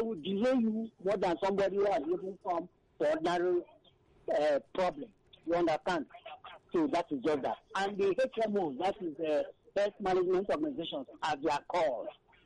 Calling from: Abaranje, Ikotun, Lagos, Nigeria; I'm calling from Abaraje, Ikoton.

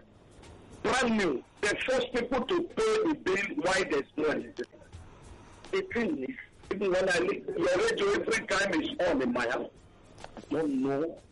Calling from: Delta, Nigeria; I'm from Delta State

